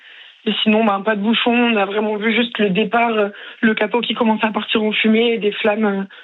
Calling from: Toulouse, Occitanie, France; moi j'habite à Toulouse.

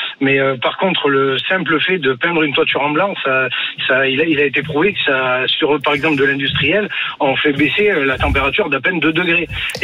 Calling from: Auvergne-Rhône-Alpes, France; chez nous, dans la Drôme

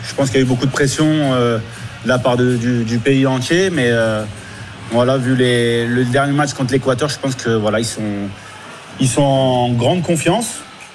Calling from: Monterrey, Nuevo León, Mexico; Je suis à Monterrey.

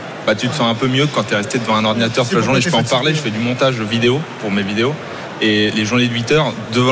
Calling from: Auvergne-Rhône-Alpes, France; Moi, en tout cas, où j'habite, en montagne.

